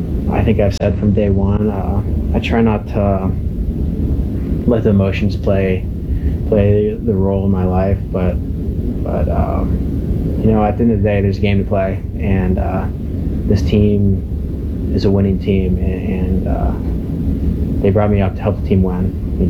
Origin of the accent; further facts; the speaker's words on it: Concord, United States; they've supported me 100% through in my hometown in Concord.